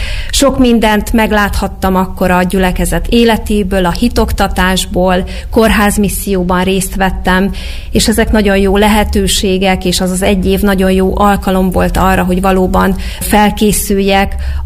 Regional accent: Sátoraljaújhely, Borsod-Abaúj-Zemplén, Hungary; born there; moved away as an adult; also born or lived in Sárospatak / Szatmár; Újhelyi születésű és származású vagyok.

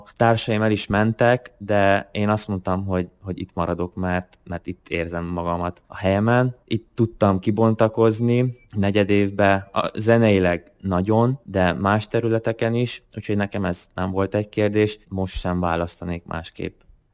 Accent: Coltău, Maramureș, Romania; moved away as an adult; also born or lived in Târgu Mureș, Romania; now in Szeged, Hungary

